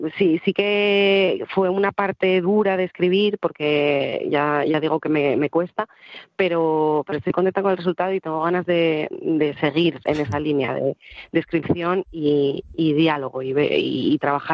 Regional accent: Asturias, Spain; escribir en asturiano y escribir como escribían como habla la gente, claro, de mi alrededor, la gente de mi pueblo.

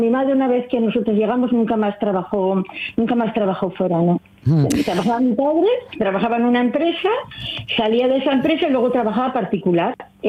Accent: Pravia, Asturias, Spain

